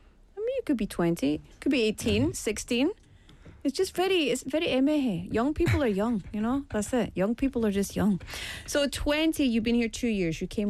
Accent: Scotland, United Kingdom; I'm from Scotland, so it's not too hard to get to the Mediterranean from where I am.

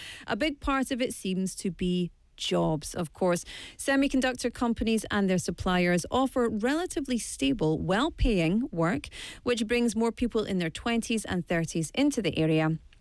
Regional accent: Scotland, United Kingdom; moved away; right from my home country

